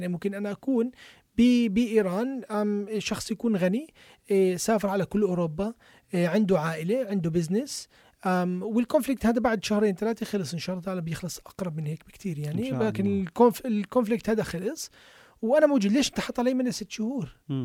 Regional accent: Lebanon; now in Australia; فلما أنا أجي من لبنان

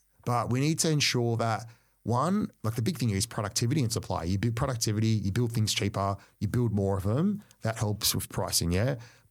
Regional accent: Cabramatta, New South Wales, Australia; I grew up poor in Cabramatta.

